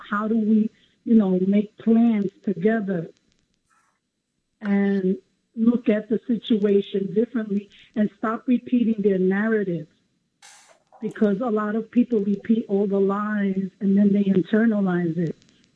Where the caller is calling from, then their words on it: Bronx, New York, United States; from the Bronx.